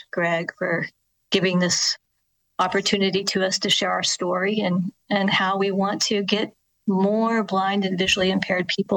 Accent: Kansas, United States; also born or lived in Oklahoma / Florida; I was born in Oklahoma and we moved around a bit, Florida, finished high school in Kansas, a wonderful small town in Southeast Kansas

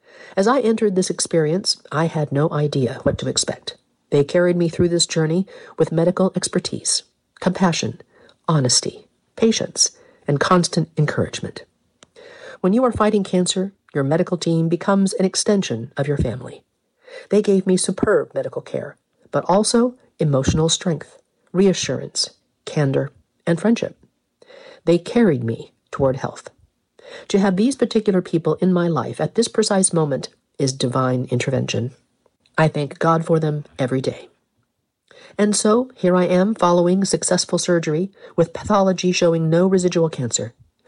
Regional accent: Washington, District of Columbia, United States; had recently visited my hometown of Washington, D.C.

